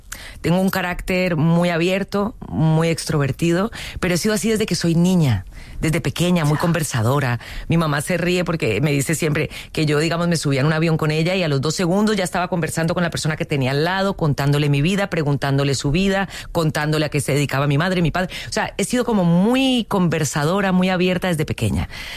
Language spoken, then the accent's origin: Spanish; Colombia; moved away as an adult; also born or lived in United States; now in Spain; soy una colombiana que llegó un poco intrusa a la industria española, sin conocer a nadie, sin saber nada aquí